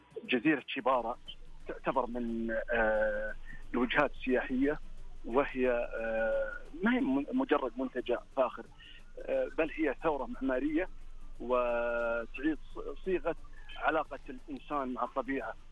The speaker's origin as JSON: {"language": "Arabic", "country": "Saudi Arabia"}